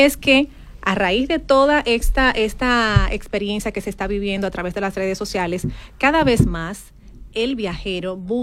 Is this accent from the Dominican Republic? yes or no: yes; Dominican Republic; moved away as an adult; Vengo de República Dominicana a hacer una maestría en comunicación corporativa.